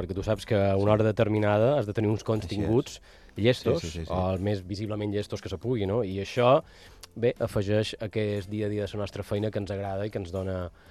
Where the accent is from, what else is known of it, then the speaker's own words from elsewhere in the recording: Sant Carles de la Ràpita, Catalonia, Spain; i mon pare i mon mare se van conèixer allà. Ah, sí, és Ràpita. Som molt de Ràpita.